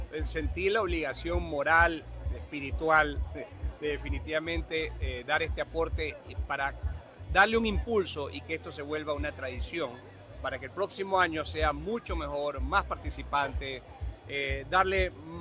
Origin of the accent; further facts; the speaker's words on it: El Oro Province, El Oro, Ecuador; la provincia del Oro, soy de acá, un exportador de aquí, de esta provincia